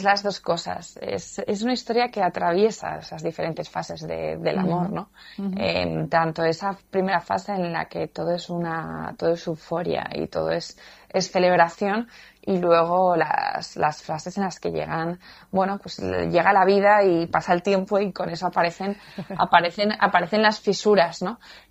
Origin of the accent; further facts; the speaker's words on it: Zaragoza, Aragon, Spain; also born or lived in San Sebastián; yo soy de Zaragoza